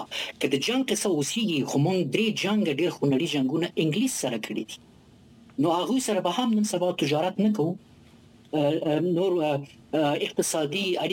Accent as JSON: {"language": "Pashto", "country": "Afghanistan", "said": "زه د افغانستان په فکر کې یم زه د افغانستان یو بچه یم"}